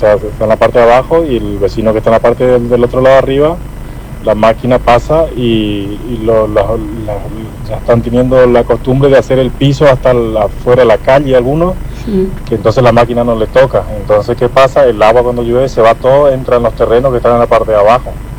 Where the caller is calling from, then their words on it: Argentina; Yo soy acá de Villa Stemberg, a una cuadra del Club Exalunos, en la calle Aristóbulo del Valle, Cuñapirú.